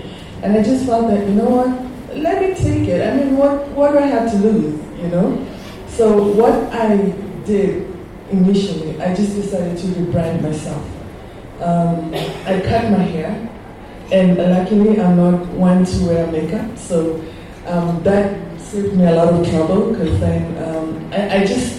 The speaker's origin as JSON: {"language": "English", "region": "Nairobi", "country": "Kenya", "tie": "born or raised there", "moved": "yes", "said": "Not because I want to, but just because I wasn't raised in Sele. Most of my life, I grew up in Nairobi, and then I went overseas and I was fairly young."}